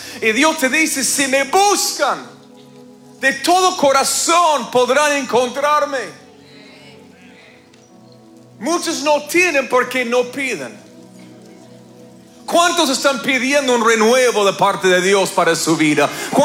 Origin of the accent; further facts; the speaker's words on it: Argentina; Digo ganamos porque también soy argentino y terminé cantando en cabildo como todos los locos.